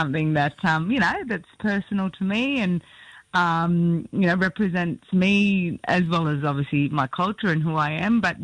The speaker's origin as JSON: {"language": "English", "town": "Darwin", "region": "Northern Territory", "country": "Australia", "tie": "born there", "moved": "yes", "lives_now": "Brisbane, Australia", "said": "I was born on the lands of the Larrakia Nation, now reside here in beautiful Magandjin, and don't think I'll be going home anytime soon."}